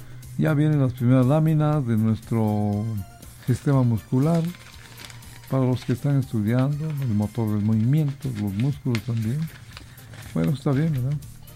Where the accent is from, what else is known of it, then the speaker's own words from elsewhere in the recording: Guatemala; Ojalá que nos deje un buen resultado como guatemaltecos, ¿verdad?